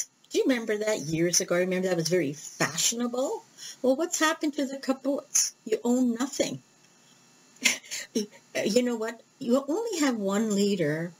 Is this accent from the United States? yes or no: no; Canada; as a Canadian or as a North American.